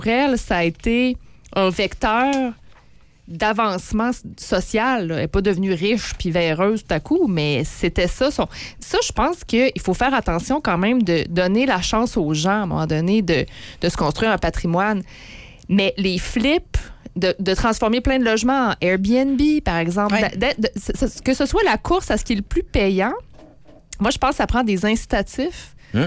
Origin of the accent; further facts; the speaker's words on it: Quebec City, Quebec, Canada; born there; moi, je viens de Saint-Roch. Je suis née là.